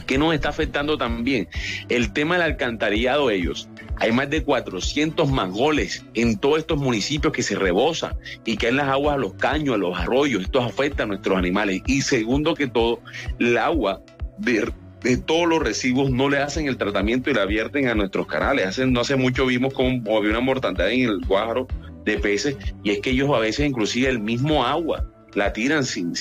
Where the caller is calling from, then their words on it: Manatí, Atlántico, Colombia; en mi municipio, Manatí Atlántico